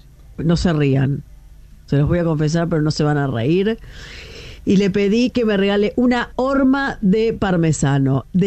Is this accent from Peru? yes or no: no; Junín, Argentina; yo que soy de Junín